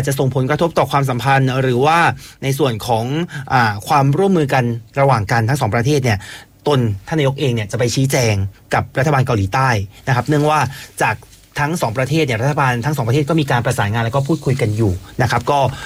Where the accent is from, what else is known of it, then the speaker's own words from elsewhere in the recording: Chaiyaphum, Thailand; บ้านผมเนี่ยคือผมเป็นคนชัยภูมินะ